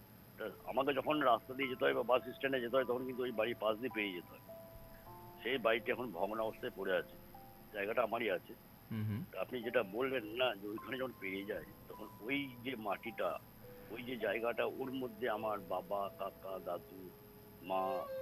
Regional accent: Purba Bardhaman, West Bengal, India; নমস্কার, আমি ওয়েস্ট বেঙ্গল পূর্ব বর্ধমান থেকে

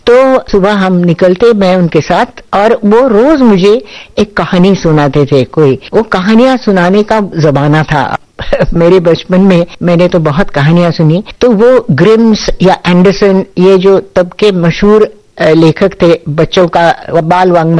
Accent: Pune, Maharashtra, India; also born or lived in Lucknow; हाँ पुणे आ गई और नाना के पास, मतलब अपने पिता के पास, मेरे नाना अप्पा नाम कहते थे। और तब से मैं उनकी छत्र छाया में पली बड़ी।

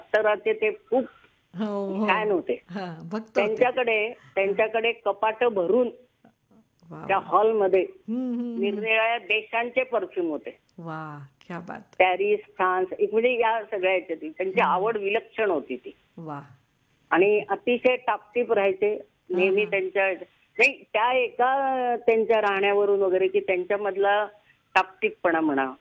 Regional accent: Nashik, Maharashtra, India; नाशिकला मी नाशिकचीच आहे तशी.

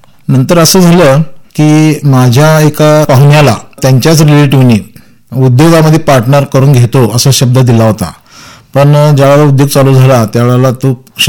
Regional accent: Dudhegaon, Maharashtra, India; मी मूळचा दुधेगाव या गावचा असून कवठेमंगळ तालुक्यामध्ये शेवटचं दुधेगाव हे गाव आहे.

